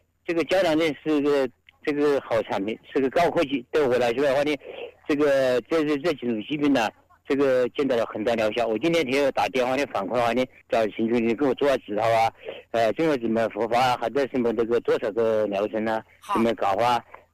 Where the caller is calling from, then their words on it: Xiantao, Hubei, China; 我是仙台人。